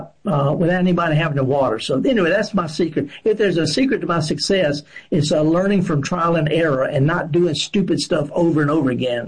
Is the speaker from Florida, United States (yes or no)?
no; Mississippi, United States; I'm from the Delta, Woodville